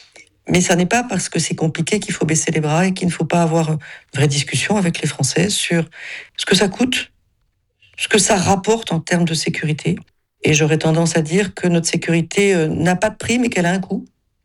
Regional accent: Nouvelle-Aquitaine, France; je parle avec beaucoup de Français à travers la France et notamment chez moi en Béarn

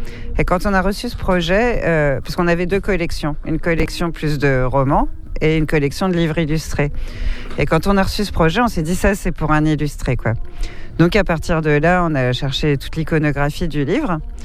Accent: Guadeloupe, France; moved away; Je viens en France de Guadeloupe, enfin, c'est la France aussi, mais bref, je viens en métropole

